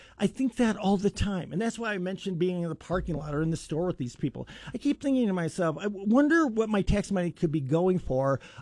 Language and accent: English; United States; Because I'm an American and I live here and our priorities are number one here.